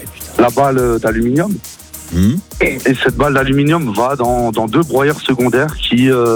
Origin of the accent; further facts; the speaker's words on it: Colmar, Grand Est, France; Je suis de Colmar en Alsace.